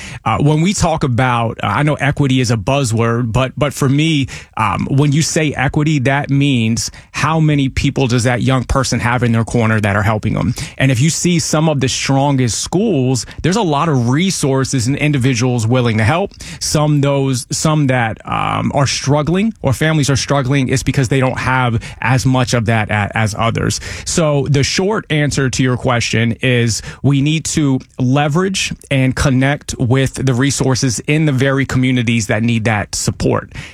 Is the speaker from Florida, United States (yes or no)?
yes; Pinellas County, Florida, United States; I was born and raised in Pinellas County, not someone who just came here. I am this county